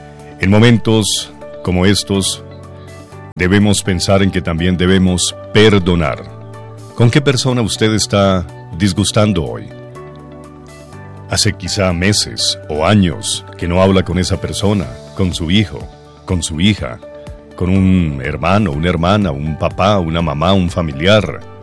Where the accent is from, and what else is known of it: Colombia